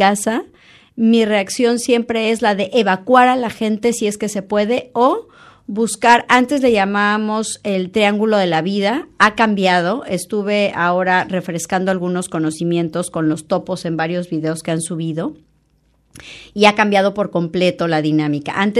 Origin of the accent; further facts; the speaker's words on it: Mexico; moved away as an adult; now in Barcelona, Spain; soy una mujer mexicana que tiene más de 7 años viviendo en Barcelona.